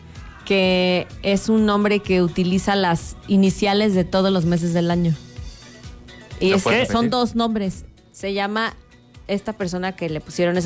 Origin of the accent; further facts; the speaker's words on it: Mexico; porque así somos los mexicanos.